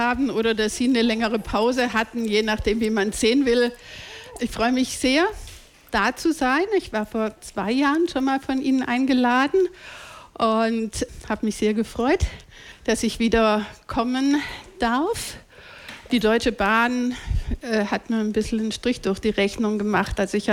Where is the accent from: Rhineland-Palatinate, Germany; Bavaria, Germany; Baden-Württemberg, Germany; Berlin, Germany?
Baden-Württemberg, Germany; Freiburg im Breisgau; ich komme aus Freiburg im Breisgau, also am südlichsten, schönsten Zipfel